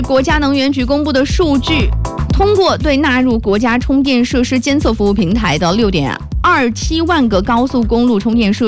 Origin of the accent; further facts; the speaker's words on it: Wuhu, Anhui, China; born there; now in Fuzhou, China; 你看我老家又要来人了，我明天我小伙伴从芜湖过来，